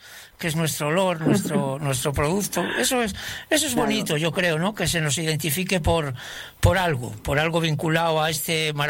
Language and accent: Spanish; Laredo, Cantabria, Spain; A mí me pasa lo mismo, pero en Laredo, en Cantabria.